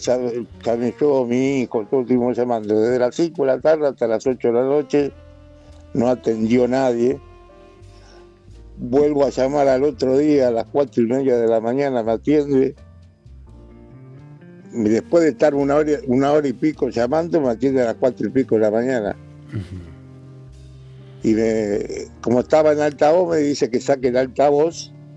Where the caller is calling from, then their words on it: Lanús, Buenos Aires Province, Argentina; De Lanús.